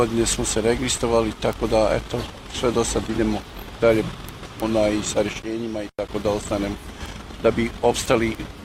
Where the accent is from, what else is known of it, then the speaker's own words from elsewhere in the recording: Kakanj, Federation of Bosnia and Herzegovina, Bosnia & Herzegovina; dolazim iz Kaknja.